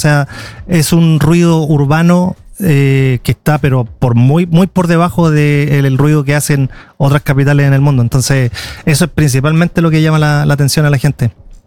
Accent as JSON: {"language": "Spanish", "country": "Chile", "moved": "yes", "lives_now": "Iceland", "said": "personas como yo que me fui desde Chile a Islandia, donde no hablan mi idioma. Entonces yo tuve la oportunidad de en casa seguir hablando español tal cual como yo lo hablaba en Chile"}